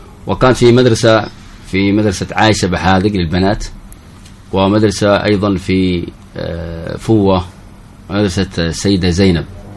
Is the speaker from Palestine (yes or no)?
no; Yemen; عندنا في اليمن ولله الحمد في بلادنا